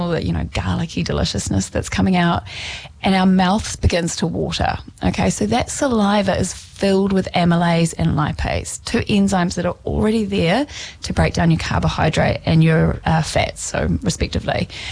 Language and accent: English; Wellington, New Zealand; moved away; You would never guess that I'm from Wellington originally